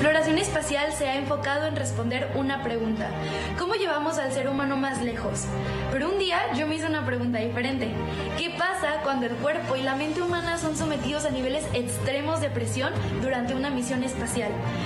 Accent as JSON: {"language": "Spanish", "region": "Nayarit", "country": "Mexico", "said": "mexicana, orgullosamente nayarita"}